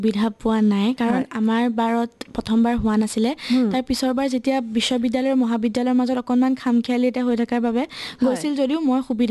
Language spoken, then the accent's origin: Assamese; Uriagaon, Assam, India; মোৰ ঘৰ উৰিয়া গাঁৱত, আৰু মোৰ গাঁওখনৰ নাম হৈছে তেলিয়া পহুকটা